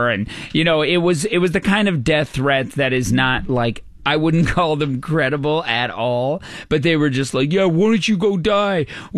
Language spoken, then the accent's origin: English; Newfoundland and Labrador, Canada; born or raised there